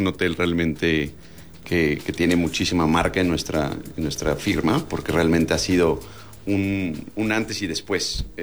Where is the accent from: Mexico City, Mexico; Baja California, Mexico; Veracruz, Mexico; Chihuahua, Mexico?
Mexico City, Mexico; Soy mexicano, nací en Ciudad de México.